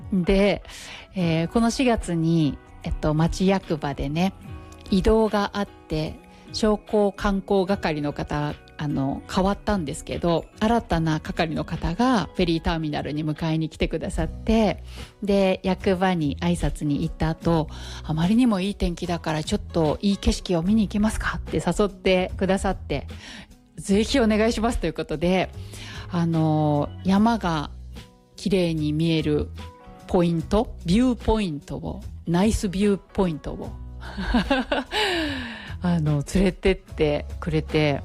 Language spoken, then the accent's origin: Japanese; Otofuke, Hokkaido, Japan; 私は音更町で育ったんですが